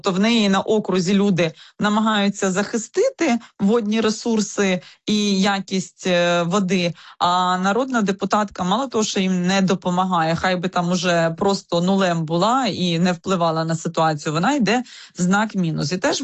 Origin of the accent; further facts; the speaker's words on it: Kyiv Oblast, Ukraine; я сама з Київщини